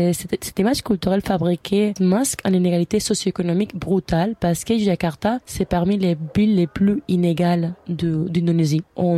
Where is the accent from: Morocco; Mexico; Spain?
Spain; French is a second language; now in Canada; Moi, je viens de l'Espagne, c'est quand même une monarchie parlementaire.